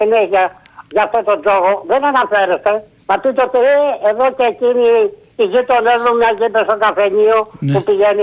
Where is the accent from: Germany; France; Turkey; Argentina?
France; είμαι από το Γαλλία.